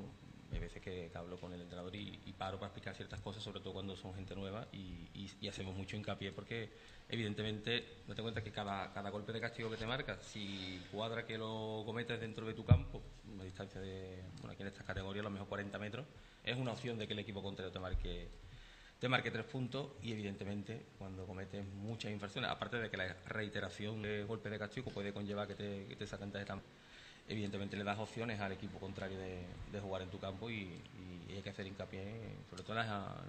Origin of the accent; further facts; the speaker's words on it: Cádiz, Andalusia, Spain; born there; moved away as an adult; now in Sanlúcar de Barrameda, Spain; Yo soy de Cádiz.